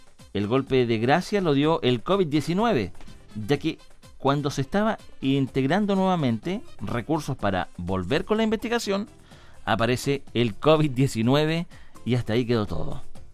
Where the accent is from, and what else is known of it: Chile